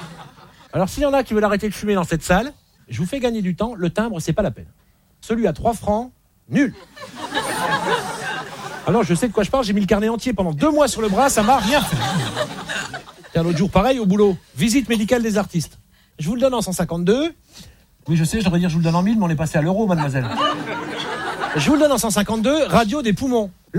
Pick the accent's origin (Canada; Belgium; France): Belgium; Un Français sur quatre, je m'en fous, je suis belge.